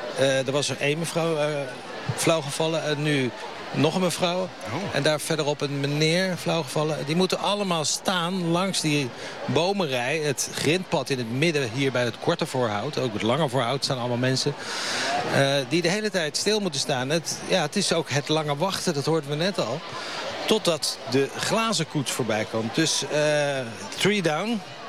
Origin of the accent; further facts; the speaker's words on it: The Hague, South Holland, Netherlands; ik kom uit Den Haag.